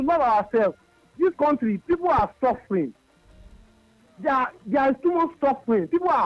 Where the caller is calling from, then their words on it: Lagos, Nigeria; I'm calling from Lekki.